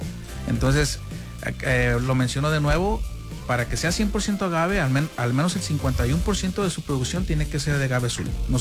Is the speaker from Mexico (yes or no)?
yes; Amatitán, Jalisco, Mexico; En los Valles, por ejemplo, donde somos nosotros de Amatitán, el clima es más caliente, la tierra es una tierra negra volcánica